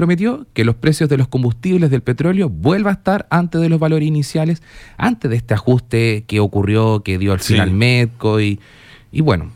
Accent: Chile; nosotros como chilenos

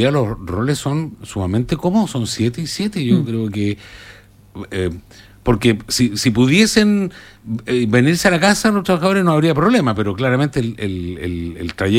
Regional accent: Magallanes and Chilean Antarctica, Chile; moved away; yo vengo de la región de Magallanes, por lo tanto ahí se explotaba el petróleo, ¿no?

